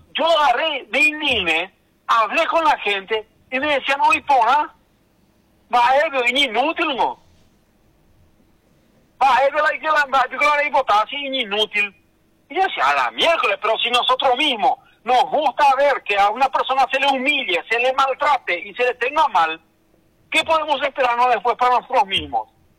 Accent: Paraguay

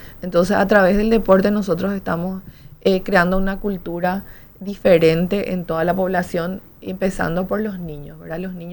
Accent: Paraguay; un crecimiento a nivel social para que realmente nosotros como paraguayos podamos estar en otro nivel.

